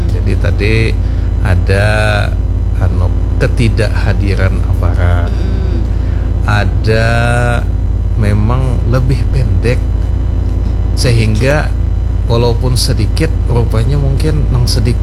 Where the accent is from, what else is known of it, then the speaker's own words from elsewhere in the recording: South Kalimantan, Indonesia; Jadi kita ini sebenarnya orang Banjar ini dikenal secara budaya itu sangat agamis.